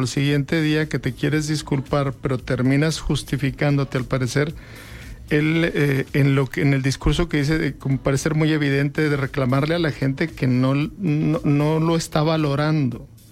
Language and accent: Spanish; Mexico